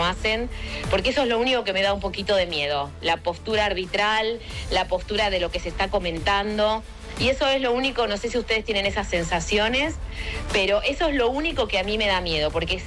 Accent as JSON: {"language": "Spanish", "country": "Argentina", "tie": "born there", "said": "Porque a pesar de que nací en Argentina, me siento muy española y hoy estoy 100% con España."}